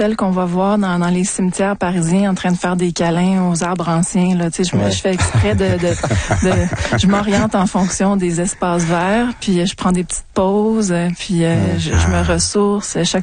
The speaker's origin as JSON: {"language": "French", "town": "Montreal", "region": "Quebec", "country": "Canada", "tie": "born there"}